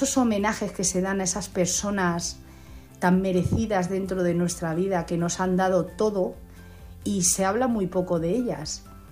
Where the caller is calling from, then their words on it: Madrid, Community of Madrid, Spain; de Madrid.